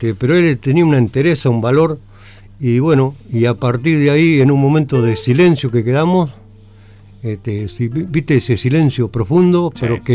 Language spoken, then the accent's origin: Spanish; Coronel Pringles, Buenos Aires Province, Argentina; now in Laprida, Argentina; mi ciudad natal es Coronel Pringle. Ajá. Hasta mis 12 años, ahí me pasé a La Prida.